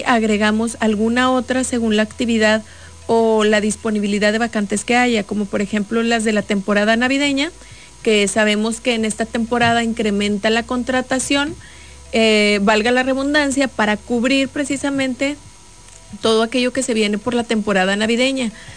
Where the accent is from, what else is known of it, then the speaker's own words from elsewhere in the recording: Gómez Palacio, Durango, Mexico; yo soy de aquí, de Gómez Palacio